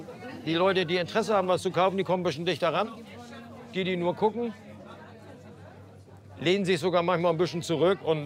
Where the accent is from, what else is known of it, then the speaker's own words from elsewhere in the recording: Hamburg, Germany; born there; Ich bin Hamburger mit ganzem Herzen. Ich bin geborener Hamburger. Und ich liebe diese Stadt.